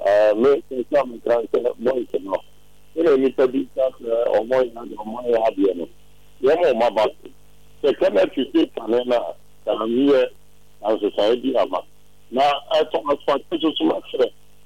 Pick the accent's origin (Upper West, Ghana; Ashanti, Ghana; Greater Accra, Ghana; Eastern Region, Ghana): Ashanti, Ghana; Obuasi; I'm from the Kingston, Kasefri, Obuasi.